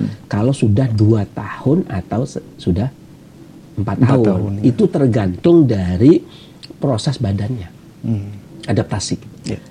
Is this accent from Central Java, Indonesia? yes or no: yes; Pemalang, Central Java, Indonesia; born there; also born or lived in Cilacap; now in Bekasi, Indonesia; kayak misalkan saya lahir di Pemalang. Maka tabiat saya adalah tabiat Pemalang. Setelah itu kemudian saya tinggal di agak lama 5 tahun lebih di Cilacap.